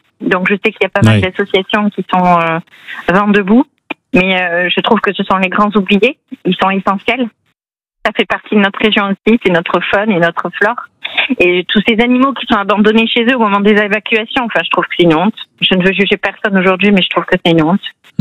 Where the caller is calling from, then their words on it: Pau, Nouvelle-Aquitaine, France; actuellement, je suis de Pau et actuellement je suis au Pays Basque